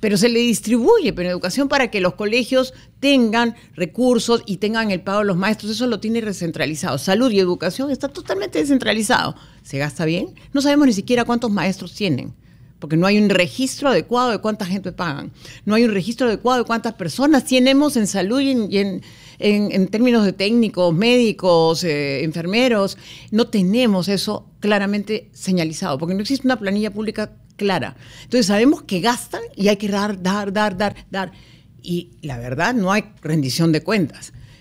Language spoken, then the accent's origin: Spanish; Peru